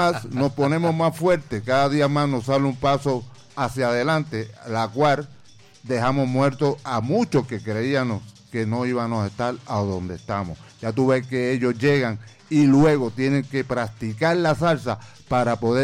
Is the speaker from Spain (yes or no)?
no; Puerto Rico; allá en mi país, Puerto Rico